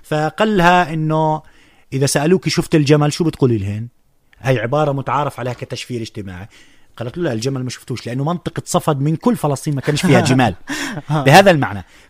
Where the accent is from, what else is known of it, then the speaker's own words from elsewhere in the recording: Palestine; عندنا فلسطينيين